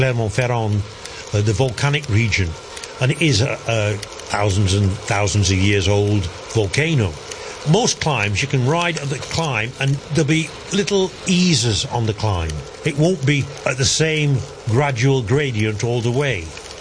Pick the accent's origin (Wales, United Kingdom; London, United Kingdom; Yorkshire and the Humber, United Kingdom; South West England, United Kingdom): Yorkshire and the Humber, United Kingdom; Born and bred in Yorkshire, tough as nails, I didn't give a damn.